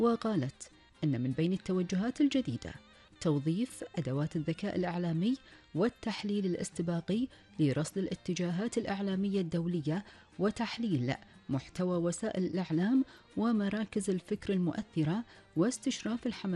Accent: Kuwait; طبعا هذه كانت فقرتنا في أخبار ديرتنا الحبيبة الكويت وآخر المستجدات.

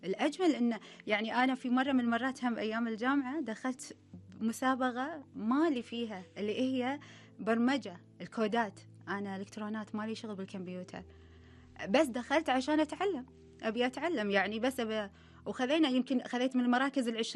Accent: Kuwait; للأرض اللي أنا فيها، يعني الكويت

